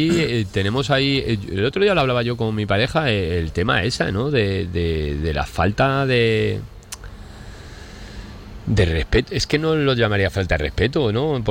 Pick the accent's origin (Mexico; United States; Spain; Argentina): Spain; Madrid, Community of Madrid; yo no soy de Almería, soy madrileño